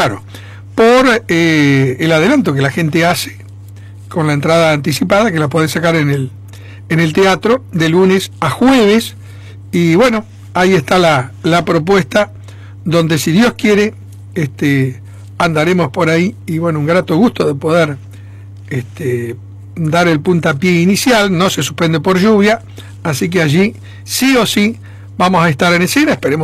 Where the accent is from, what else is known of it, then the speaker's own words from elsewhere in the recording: Esquina de Argúas, Argentina; Te mando un abrazo, paisano. … de Estancia La Partida, paraje Esquina de Argúas.